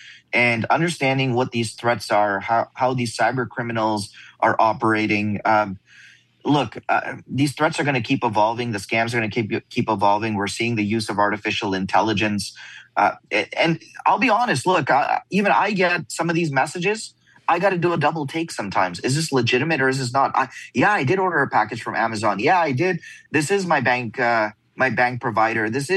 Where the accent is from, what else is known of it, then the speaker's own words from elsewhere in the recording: Canada; now in United States; And these are we're two guys from Canada out in the US.